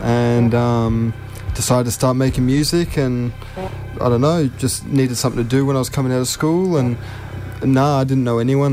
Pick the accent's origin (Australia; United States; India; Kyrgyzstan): Australia; Brisbane, Queensland; I grew up in Woolloongabba, so I love Woolloongabba